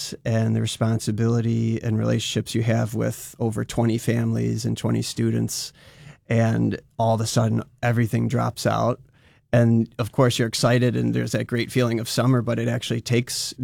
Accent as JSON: {"language": "English", "town": "Irondequoit", "region": "New York", "country": "United States", "tie": "born or raised there", "said": "I was born in West Irondequoit with a House of Guitars and a fantastic school system"}